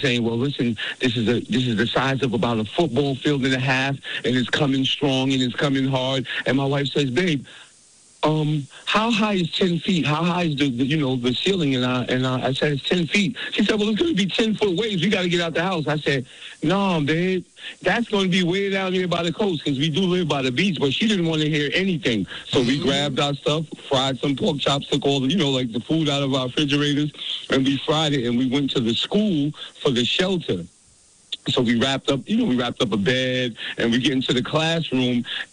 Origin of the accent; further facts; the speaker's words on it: New York City, New York, United States; Listen, I'm from New York City originally. So my wife moved down to Florida.